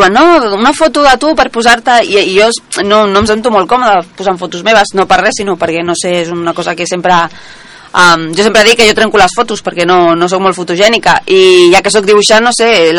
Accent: Catalonia, Spain; Soc catalana

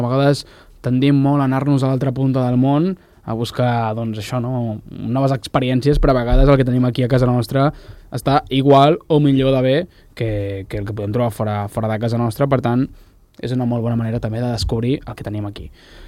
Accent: Catalonia, Spain; nosaltres que som catalans

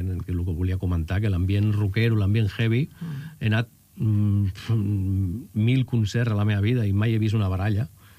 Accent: Barcelona, Catalonia, Spain; jo vaig néixer a Barcelona.

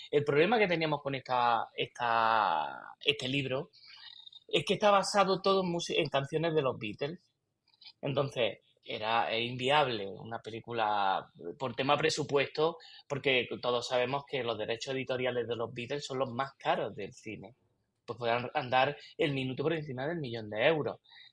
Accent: Granada, Andalusia, Spain; Granada, de donde yo soy

